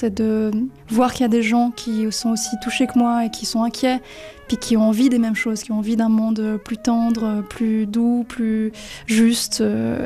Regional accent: Valais, Switzerland; born or raised there

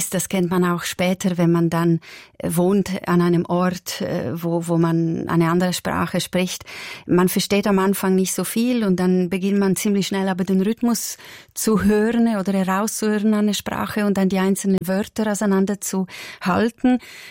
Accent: Madrano, Ticino, Switzerland; also für meine Großeltern in Madrano, in diesem Weiler, wo ich aufgewachsen bin, war es tatsächlich damals, obwohl es schon die 1990er Jahren waren, eine schwierige Vorstellung.

